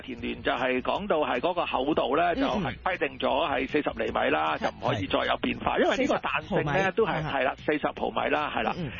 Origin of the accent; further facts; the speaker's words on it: Hong Kong; 即係我哋香港人咧